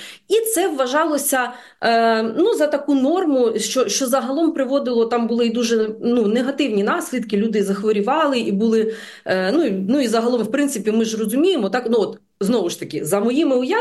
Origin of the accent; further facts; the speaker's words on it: Kherson Oblast, Ukraine; moved away; also born or lived in Lviv; я сама з Південної України, з Херсонщини